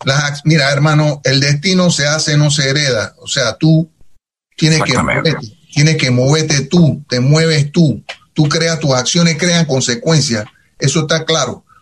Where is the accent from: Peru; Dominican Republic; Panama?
Panama; moved away; Yo me fui de Panamá por la dictadura.